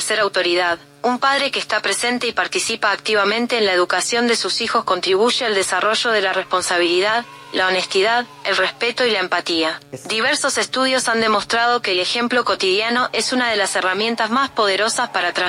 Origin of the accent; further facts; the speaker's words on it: Argentina; now in Mexico; la argentina más mexicana.